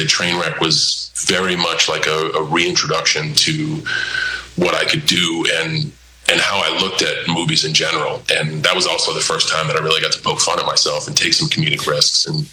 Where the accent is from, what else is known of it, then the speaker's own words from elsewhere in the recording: New England, United States; We're all from New England